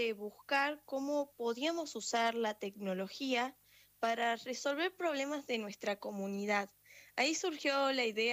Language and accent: Spanish; Villa Carlos Paz, Córdoba, Argentina; Bueno, yo soy de Carlos Paz y vivo muy cerca de lo que sería la ruta Córdoba.